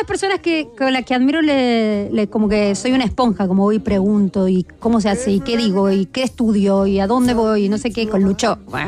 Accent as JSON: {"language": "Spanish", "country": "Argentina", "moved": "as an adult", "lives_now": "Chile", "said": "para mí, como argentina."}